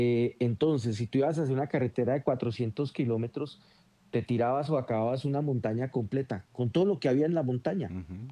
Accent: Colombia; para nosotros como colombianos.

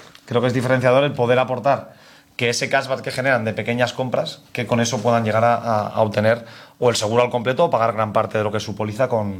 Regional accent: Valencia, Valencian Community, Spain; yo no soy de Alcoy, soy de Valencia

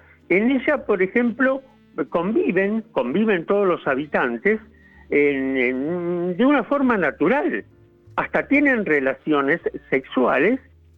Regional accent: Tigre, Buenos Aires Province, Argentina; ¿Cómo no? … soy de Tigre.

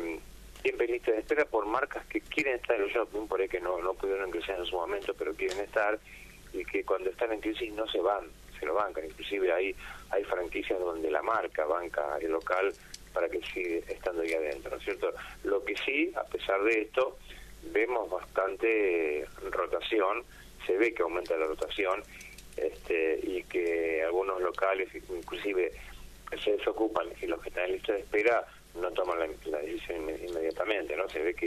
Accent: Moreno, Buenos Aires Province, Argentina

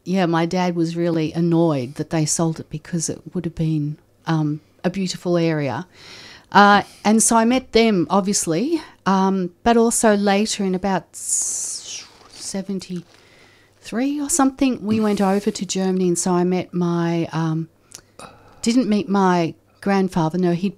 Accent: Melbourne, Victoria, Australia; born there; also born or lived in Altona; we moved from Altona to Essendon.

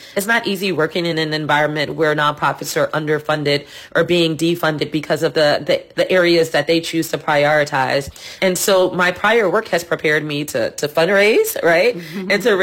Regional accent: New Orleans, Louisiana, United States; growing up in New Orleans, New Orleans was a very kind of challenging place at the time when I was growing up.

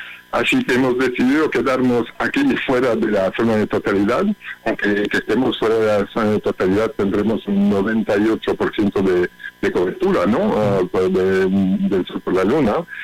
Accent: Belgium; Spanish is a second language; now in Spain; Excepcional a nivel europeo, lo notas con mi acento, ¿no? Soy belga.

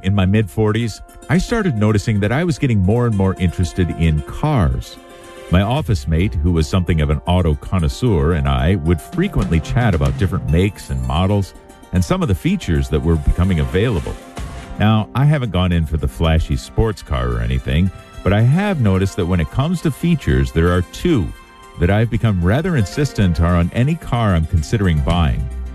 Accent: Wisconsin, United States; in my home state of Wisconsin

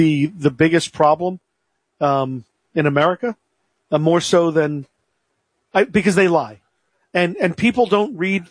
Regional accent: New York, United States; as a New Yorker

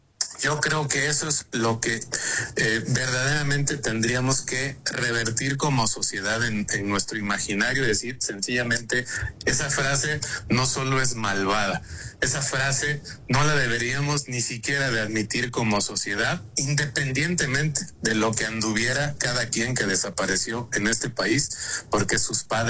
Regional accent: Mexico; mal como mexicano.

